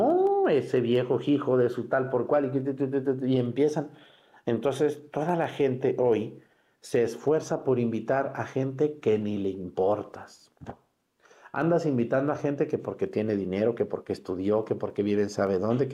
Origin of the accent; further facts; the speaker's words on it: Mexticacán, Jalisco, Mexico; en mi pueblo, en Mexicacán